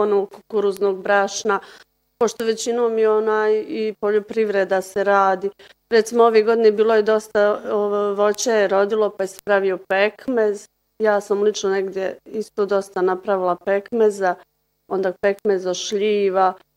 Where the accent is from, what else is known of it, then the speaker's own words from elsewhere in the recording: Medakovo, Bosnia & Herzegovina; dolazim iz Medakova